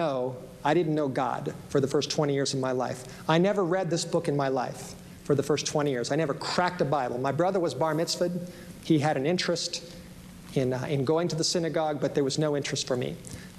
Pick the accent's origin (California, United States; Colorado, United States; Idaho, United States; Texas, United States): California, United States; Los Angeles; I grew up in the Hollywood Hills in Southern California. I was born in 1959. You can date me now. And I grew up in a wonderful Jewish home.